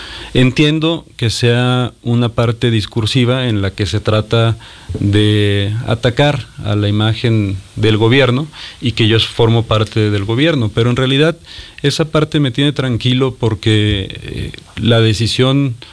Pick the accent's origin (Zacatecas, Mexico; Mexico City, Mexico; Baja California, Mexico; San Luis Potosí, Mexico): Zacatecas, Mexico; después de 18 años de estar fuera de Zacatecas, de regresar a mi tierra, de regresar a donde están mis papás, a donde están mis hermanos.